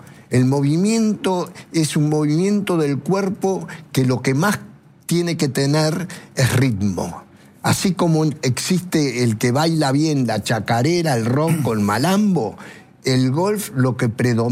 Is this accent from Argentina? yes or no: yes; Argentina; el único aficionado que había argentino, que era yo